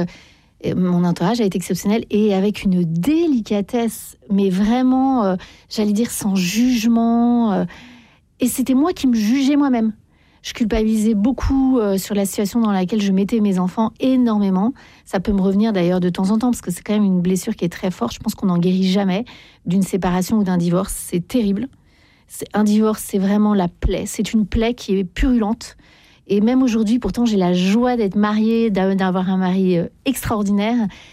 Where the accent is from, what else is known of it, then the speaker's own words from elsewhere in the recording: Paris, Île-de-France, France; Vous savez, moi je suis parisienne, on râle beaucoup